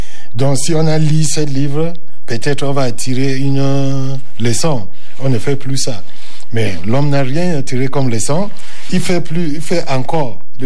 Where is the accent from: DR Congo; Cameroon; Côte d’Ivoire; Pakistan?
Cameroon; Bamenda, Northwest Region; now in Cévennes, France; je suis Camerounais d'origine, oui, anglophone, de Bamenda, Mankon, ça c'est la zone anglophone de Cameroun. Comme je suis marié ici dans la Cévenne, donc c'est ça qui m'a fait venir vivre ici à côté de mes beaux-parents.